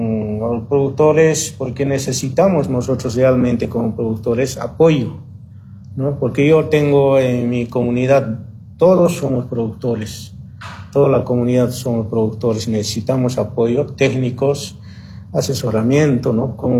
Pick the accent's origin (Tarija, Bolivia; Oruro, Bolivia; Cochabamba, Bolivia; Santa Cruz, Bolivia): Cochabamba, Bolivia; Ivirgarzama; moved away as an adult; also born or lived in Yungas, La Paz; Yo crecí aquí en Trópico, Ibigarzama, y solo radiqué un tiempo, un lapso de tiempo de 25 años allá en Yungas. Y ahora ya estoy también aquí otra vez, ¿no? Ya estoy como 2 años regresando